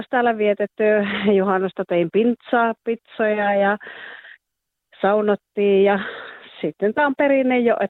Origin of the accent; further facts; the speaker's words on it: Sweden; now in Finland; sit mä oon Ruotsista kotoisin, että haluan laittaa mun siskolle ja Tarulle, Jonnalle ja kaikille sukulaisille sinne